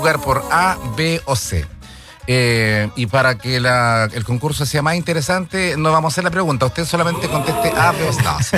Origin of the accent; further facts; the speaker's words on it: Chile; para nosotros como cristianos chilenos